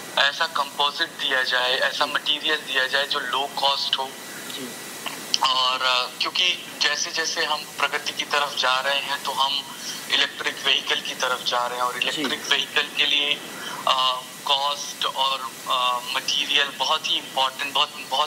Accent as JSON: {"language": "Hindi", "town": "Gorakhpur", "region": "Uttar Pradesh", "country": "India", "moved": "as an adult", "lives_now": "Melbourne, Australia", "said": "मैं बेसिकली गोरखपुर का रहने वाला हूँ, जो उत्तर प्रदेश का पूर्वी क्षेत्र है"}